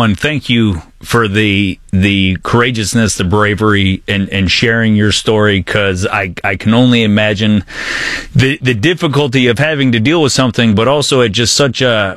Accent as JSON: {"language": "English", "town": "Detroit", "region": "Michigan", "country": "United States", "tie": "born or raised there", "said": "the suburbs that I grew up in Detroit"}